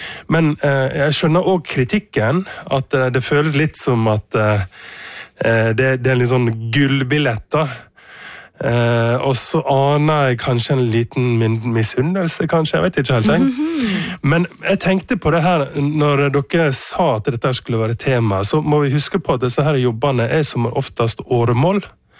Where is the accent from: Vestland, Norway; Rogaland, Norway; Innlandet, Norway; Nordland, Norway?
Vestland, Norway; Utvik; pendler jo fra Utvik til Førde, som jo en time kvarter hver vei. Men det gjør det mulig for meg å bo på heimstaden min